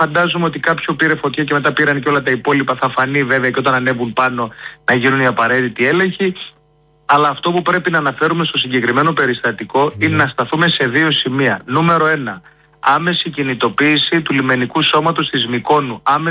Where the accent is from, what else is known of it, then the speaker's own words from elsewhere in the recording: Naxos, South Aegean, Greece; σκεφτείτε ότι εγώ λόγω ότι είμαι και από την Άξο και τότε που θυμάμαι καλά ήμουνα στο δημοτικό